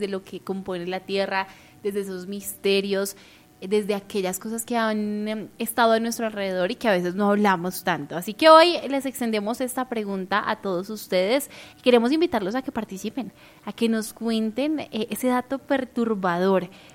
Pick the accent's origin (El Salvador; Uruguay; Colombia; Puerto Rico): Colombia